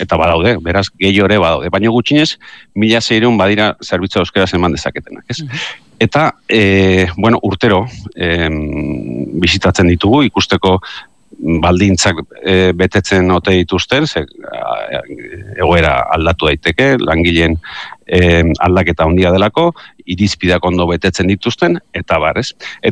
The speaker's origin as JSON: {"language": "Basque", "town": "San Sebastián", "region": "Basque Country", "country": "Spain", "said": "Eta Gipuzkoar asko etortzen dira Donostiara, Donostiarrak ere Gipuzkoarra gara"}